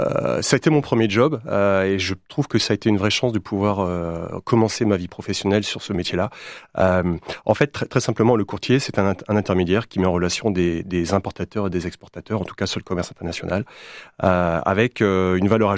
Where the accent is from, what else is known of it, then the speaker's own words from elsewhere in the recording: Brittany, France; moved away; Je suis effectivement originaire de Bretagne, fils d'agriculteur. Donc j'ai baigné dans l'agriculture bretonne.